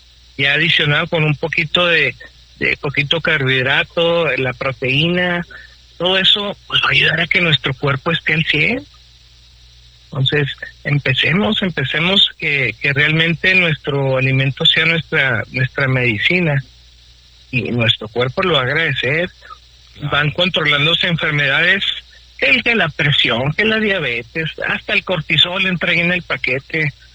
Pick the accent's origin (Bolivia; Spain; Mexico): Mexico; Nosotros como mexicanos